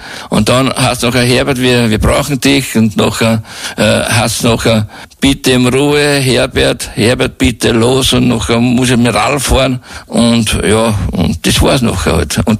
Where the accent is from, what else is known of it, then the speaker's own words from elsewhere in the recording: Untermarkersdorf, Lower Austria, Austria; also born or lived in Hadres; now in Seefeld-Kadolz, Austria; ich bin geboren bin ich in Untermackersdorf aufgewachsen, in Hagsdorf und jetzt in Seefeld. Also gehört das ganze Pulkertal kennen wir.